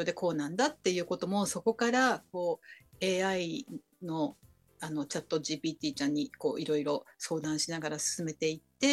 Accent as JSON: {"language": "Japanese", "region": "Nagano", "country": "Japan", "said": "できれば、地元というか、要するに、長野県の、工務店さんっていう部分で"}